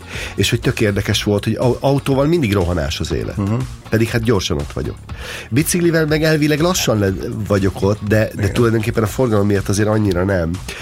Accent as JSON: {"language": "Hungarian", "town": "Balassagyarmat", "region": "Nógrád", "country": "Hungary", "tie": "born there", "said": "abban a városban, ahol én születtem, Balassagyarmaton, volt kb. 20 darab videótéka."}